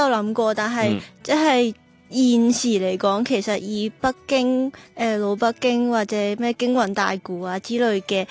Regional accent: Macau; 咁我始终我系澳门人啦，咁即系我都系呢个大湾区长大，咁我觉得即系都系我最熟悉嘅语言同埋最熟悉嘅一个音乐体系咯。

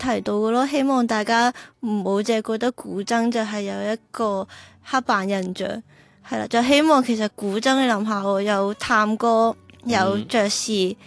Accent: Macau; 咁我始终我系澳门人啦，咁即系我都系呢个大湾区长大，咁我觉得即系都系我最熟悉嘅语言，同埋最熟悉嘅一个音乐体系咯。

